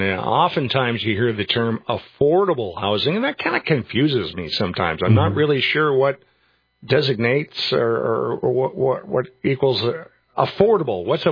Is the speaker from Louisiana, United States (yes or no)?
no; Fargo, North Dakota, United States; now in Holland, Michigan, United States; I grew up in Fargo, North Dakota.